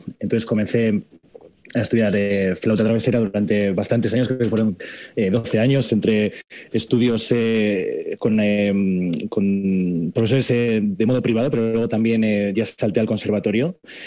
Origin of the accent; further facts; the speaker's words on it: Bilbao, Basque Country, Spain; Yo soy de Bilbao, del País Vasco